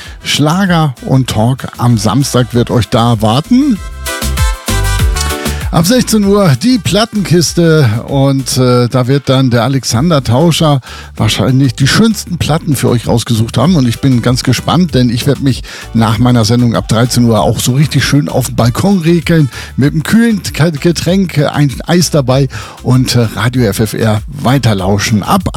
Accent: Hamburg, Germany; Es ist ein Podcast direkt aus meiner alten Heimatstadt aus Hamburg

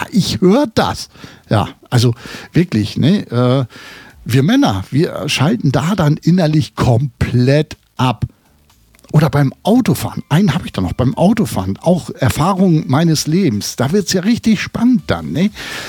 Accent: Hamburg, Germany; Mit ganz lieben Gruß nach Hamburg in meine alte Heimat

